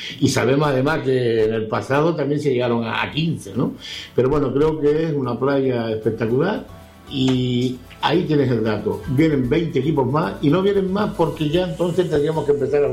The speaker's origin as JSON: {"language": "Spanish", "region": "Canary Islands", "country": "Spain", "said": "y mire que vengo de un sitio de playa, vengo de Canarias, pero con playa como esta pocas he visto, sinceramente lo digo."}